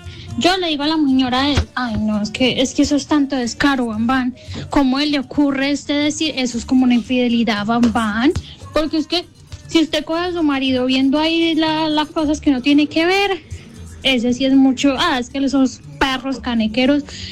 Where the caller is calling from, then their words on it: Tolima, Colombia; yo soy tolimense